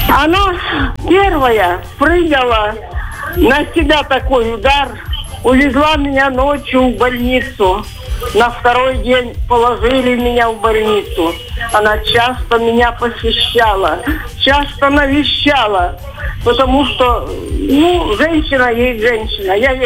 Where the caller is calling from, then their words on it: Poltavskaya, Krasnodar Krai, Russia; Я позвонила со станицы Полтавской.